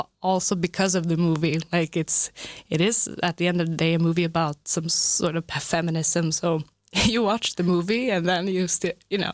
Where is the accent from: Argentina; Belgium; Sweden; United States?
Sweden; Stockholm, Stockholm County; English is a second language; compared to Stockholm, which is my hometown or home city, it's a bit unpersonal, I would say